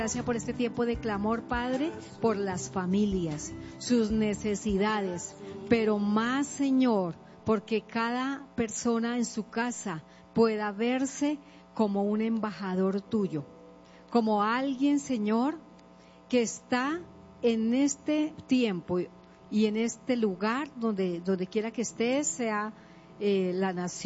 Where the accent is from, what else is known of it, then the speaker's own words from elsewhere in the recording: Colombia; nosotros somos como colombianos